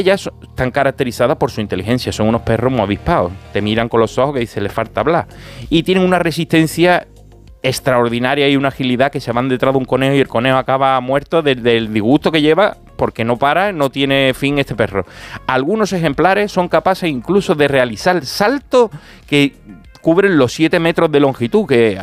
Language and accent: Spanish; Cádiz, Andalusia, Spain; Como yo soy gaditano, suena igual.